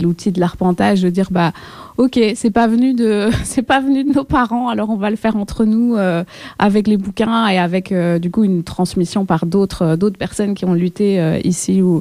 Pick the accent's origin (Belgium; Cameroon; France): Belgium; also born or lived in Mexico; moi j'ai une maman mexicaine et un papa belge. Je suis née au Mexique, mais j'ai grandi en Belgique. Je suis blanche.